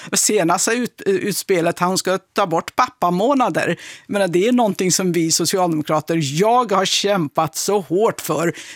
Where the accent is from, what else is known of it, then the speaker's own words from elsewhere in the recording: Sweden; Jag är muslim, jag är svensk.